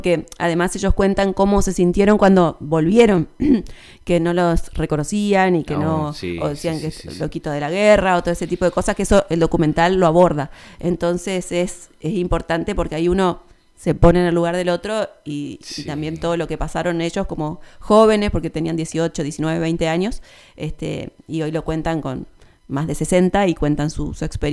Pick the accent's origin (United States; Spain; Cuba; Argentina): Argentina; nos une muchísimo como argentinos